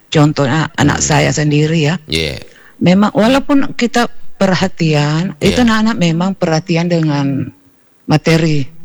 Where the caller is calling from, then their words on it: Makassar, South Sulawesi, Indonesia; Kita juga sebagai orang Makassar, Bugis Makassar